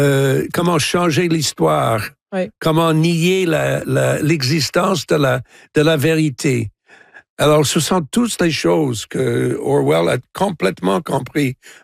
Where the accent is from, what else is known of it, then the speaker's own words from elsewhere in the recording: Quebec, Canada; c'est pas seulement simple de dire on est Québécois et puis j'ai dit oui, on est Canadien, oui.